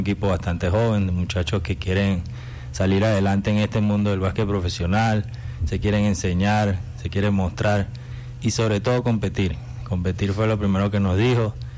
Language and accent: Spanish; Caracas, Capital District, Venezuela; moved away; vengo de Caracas, Venezuela.